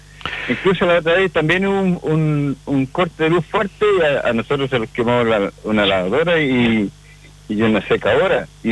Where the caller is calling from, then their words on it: Los Lagos, Chile; Acá del sector de Yacar. De Huellahue.